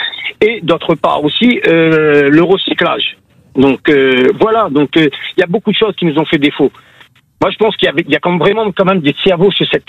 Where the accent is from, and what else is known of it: Réunion, France; now in Canet-en-Roussillon, France